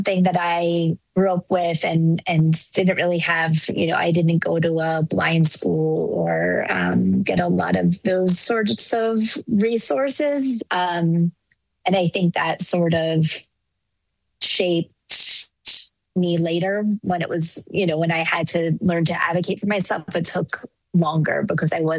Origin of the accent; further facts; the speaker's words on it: Philadelphia, Pennsylvania, United States; also born or lived in Washington, D.C. / New York; I'm originally from Philly. And I grew up there in the surrounding suburbs and went to high school in Central Bucks, so outside of Philly.